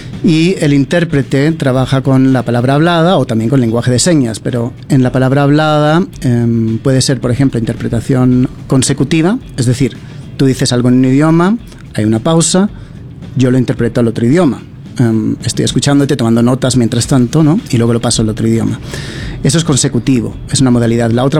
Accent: Spain; Spanish is a second language; also born or lived in United Kingdom; desde muy joven fui del Reino Unido, donde yo nací, a vivir a España. Viví muchos años ahí en España y aprendí a hablar español y eres niño, aprendes el idioma muy fácilmente

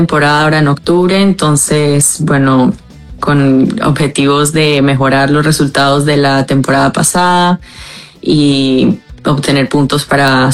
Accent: Costa Rica; now in New York, United States; Y ahora somos tres ticos que estamos en Estados Unidos entrenando

